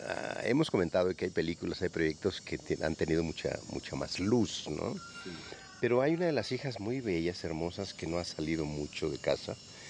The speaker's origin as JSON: {"language": "Spanish", "region": "Guerrero", "country": "Mexico", "said": "Entonces, en mi caso como guerrerense, además me considero como guerrerense echado para adelante, como trabajador, con mucho esfuerzo, todo lo que somos los guerrerenses"}